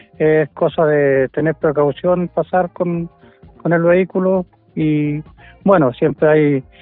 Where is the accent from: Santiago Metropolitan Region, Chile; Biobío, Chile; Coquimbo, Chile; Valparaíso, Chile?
Coquimbo, Chile; Vicuña; moved away; also born or lived in northern Chile; Sí, tuve mucho tiempo para el norte, sí, pero volví a mi tierra.